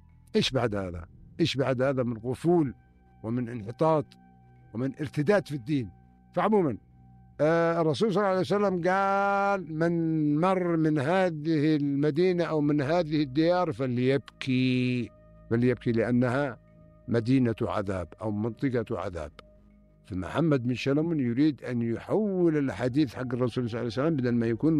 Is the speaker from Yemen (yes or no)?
yes; Yemen; عندنا في اليمن